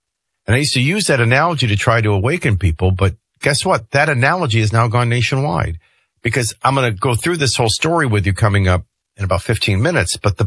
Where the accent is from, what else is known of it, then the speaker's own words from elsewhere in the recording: New Orleans, Louisiana, United States; People would always say, what was it like growing up in New Orleans? Well, if everybody came to your town to live a debaucherous, sinful few days and throw up on your streets and urinate on your streets, that's what it's like.